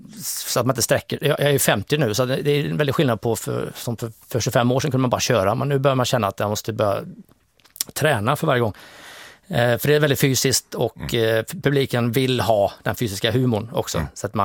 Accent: Västra Götaland County, Sweden; accent: Sjuhärad dialect; som man gör hemma vid, runt kring Sjuhäradsbygden. Det är den här dialekten som vi har hemma i vår by där jag kommer ifrån. Pratar vi på detta viset.

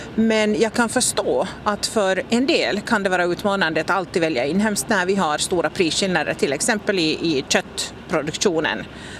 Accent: Finland; now in Sweden; Men när jag är hemma i Finland så då väljer jag till exempel finska jordgubbar fram om svenska.

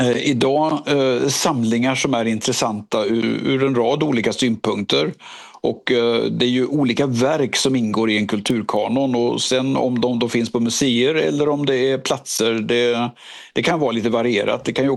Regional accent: Västra Götaland County, Sweden; Ja, jag är ju västgöte

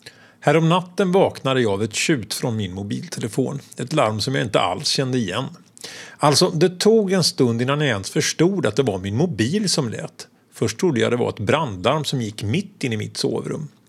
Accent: Sweden; hemma i Sverige

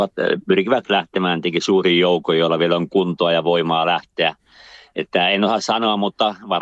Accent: Vaasa, Ostrobothnia, Finland; Ja mä oon Vaasasta, ja Vaasa ja Seinäjoen lähellä, mutta ei kuitenkaan ihan kiinni niissä. Siellä päin se on Etelä-Pohjanmaalla.

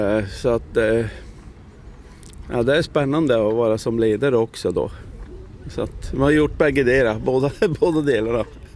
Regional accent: Piteå, Norrbotten County, Sweden; Ja, vi åkte ifrån Piteå då.

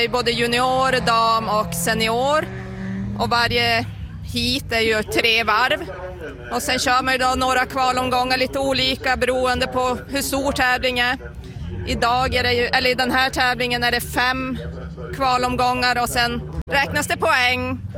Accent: Moskosel, Norrbotten County, Sweden; Vi kommer från Moskos eller i Arvidsjaurs kommun.

